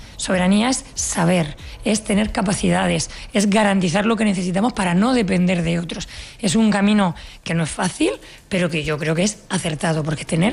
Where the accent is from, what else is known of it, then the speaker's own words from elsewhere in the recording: Spain; no conseguiremos el gran objetivo que tenemos como españoles y como europeos.